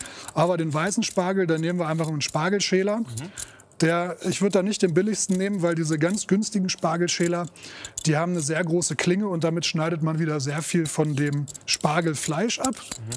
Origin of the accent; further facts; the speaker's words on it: Lower Saxony, Germany; Ich komme ja aus der Lüneburger Heide. Das ist auch so ein Spargelanbaugebiet. Ja. Und da sind auch viele Bienenstöcke, viel Honig, sehr regional.